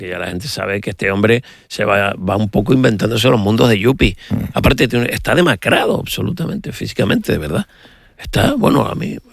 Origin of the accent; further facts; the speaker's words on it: Canary Islands, Spain; como canario, sí, evidentemente sí, Canarias